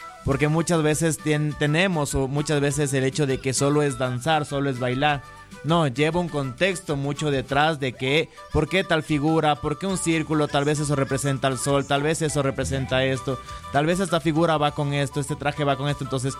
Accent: Ecuador; nosotros somos ecuatorianos, que sepan qué son nuestras raíces, que sepan de dónde venimos, nuestra cultura en sí

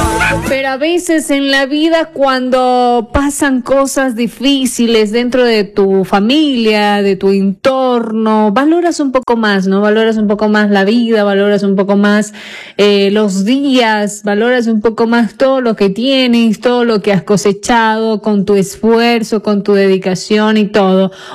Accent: Ecuador; nosotros como ecuatorianos

